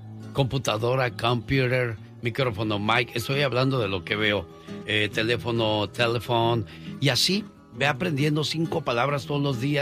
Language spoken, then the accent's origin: Spanish; Tlalpan, Mexico City, Mexico; Yo soy del DF. De Tlalpan, específicamente, donde nació el caldo tlalpeño. Tengo recuerdos de cuando vivía allá con mis papás.